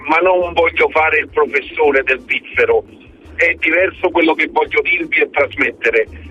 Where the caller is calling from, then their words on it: Naples, Campania, Italy; io sono napoletano.